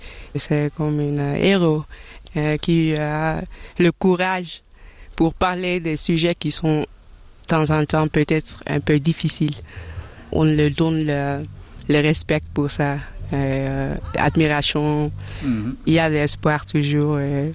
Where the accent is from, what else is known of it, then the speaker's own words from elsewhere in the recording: Amsterdam, North Holland, Netherlands; French is a second language; J'ai grandi à Amsterdam, en Hollande.